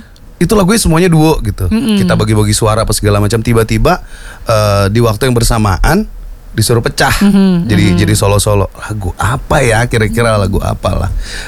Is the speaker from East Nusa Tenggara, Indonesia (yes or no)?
no; Balikpapan, East Kalimantan, Indonesia; Sedangkan aku sendiri nih dari Balikpapan.